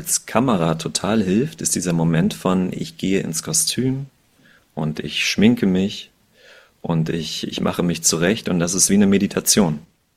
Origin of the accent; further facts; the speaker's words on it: Koblenz, Rhineland-Palatinate, Germany; moved away as an adult; also born or lived in Hildesheim; now in Bremen, Germany; Also ich bin in Koblenz geboren und aufgewachsen am Rhein, habe studiert in Hildesheim und bin dann nach Bremen gegangen.